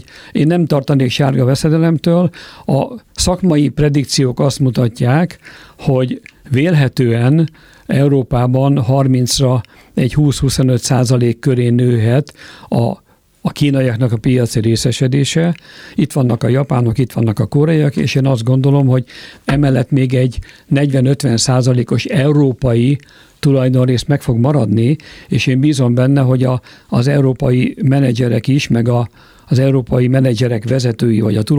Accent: Hungary; Mi magyarok vagyunk

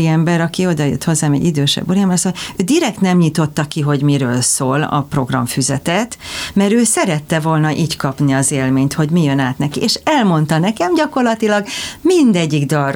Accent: Hungary

